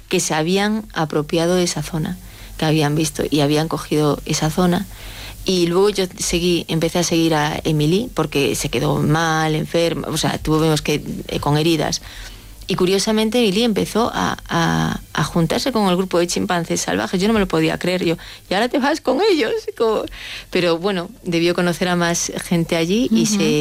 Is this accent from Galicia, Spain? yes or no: yes; Galicia, Spain; Yo soy gallega, ¿no? Los gallegos estamos en Galicia. Bueno, yo no estoy en Galicia ahora, pero tenemos un... No tengo mucho acento, pero yo antes tenía acento.